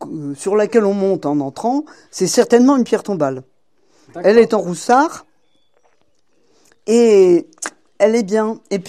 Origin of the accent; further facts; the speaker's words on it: Normandy, France; Et chez nous, au Perche, il y avait beaucoup de spécialistes du travail du bois.